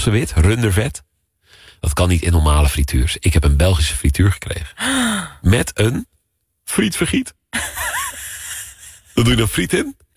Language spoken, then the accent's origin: Dutch; Netherlands; Soms hou je gewoon als Nederlander hou je van leedvermaak.